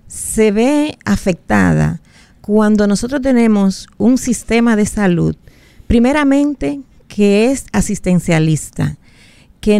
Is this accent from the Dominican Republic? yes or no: yes; Dominican Republic; estamos de acuerdo como dominicanas y dominicanos